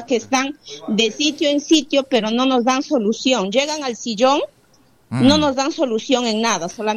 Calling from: Morales, San Martín, Peru; Soy una vecina de Waldemar Tello, más conocido como Parte Alta de Morales, por la segunda puerta del cuartel.

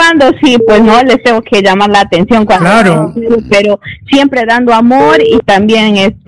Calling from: Tarapoto, San Martín, Peru; Yo vivo en el Girón Miraflores del barrio Guay.

